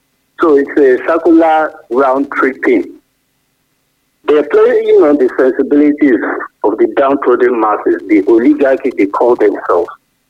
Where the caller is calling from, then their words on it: Ibadan, Oyo, Nigeria; I'm calling from Ringo, Ibadan.